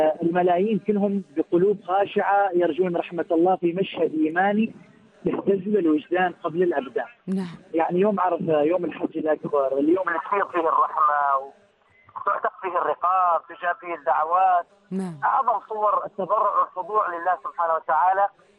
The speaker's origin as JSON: {"language": "Arabic", "country": "Oman", "said": "فهذا العدد مبارك لسلطنة عمان،"}